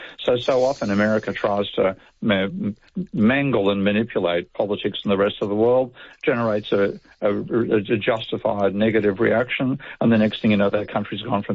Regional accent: Australia; growing up as an Aussie and, potentially facing conscription to fight in Vietnam

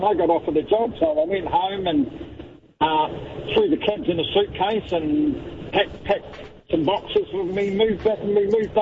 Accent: New Zealand; moved away as an adult; now in Australia; Born and bred. I've been in Australia coming up 27 years.

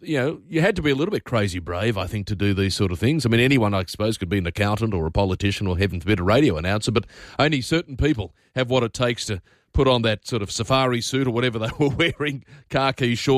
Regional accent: Sydney, New South Wales, Australia; I grew up on Sydney tap water all my life, and I think it's a pretty good drop.

